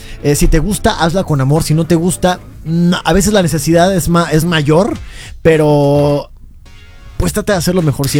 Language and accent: Spanish; Mexico; Ni tampoco decir que todos los mexicanos somos súper desordenados.